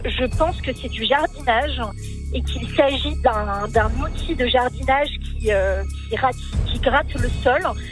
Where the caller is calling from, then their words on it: Paris, Île-de-France, France; Je vous appelle, là je suis à La Rochelle et je travaille à Paris.